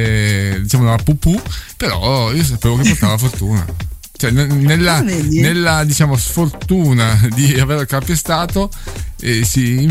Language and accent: Italian; Southern Italy, Italy; per chi come noi siamo del sud, l'abbiamo vissuto